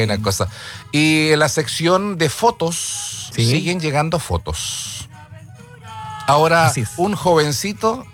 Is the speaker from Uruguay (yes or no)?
no; Chile; como que ya está en el aire el poder compartir como chilenos, pero como cristianos.